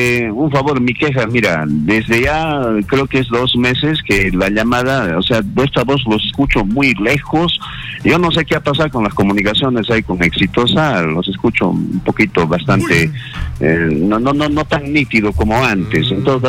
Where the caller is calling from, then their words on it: Cusco, Peru; Un abrazo desde la ciudad del Cusco.